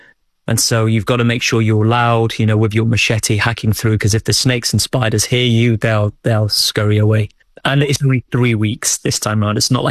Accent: Old Colwyn, Wales, United Kingdom; born or raised there

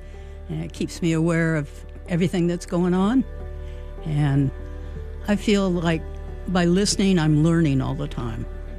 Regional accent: Winston-Salem, North Carolina, United States; from Winston-Salem.

